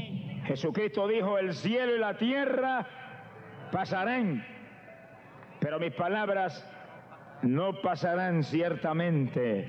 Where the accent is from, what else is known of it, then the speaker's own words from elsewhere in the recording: Camuy, Puerto Rico; en mi pueblo de Camuy, allá en Puerto Rico